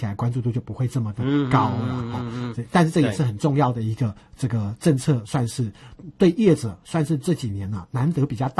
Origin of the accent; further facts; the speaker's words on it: Nantou County, Taiwan; 譬如说以我的家乡南投县来讲啊、哦嗯、南投县的建商你在跟银行借钱的时候